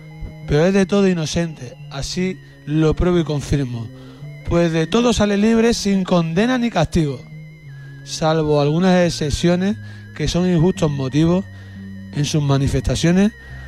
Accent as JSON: {"language": "Spanish", "region": "Andalusia", "country": "Spain"}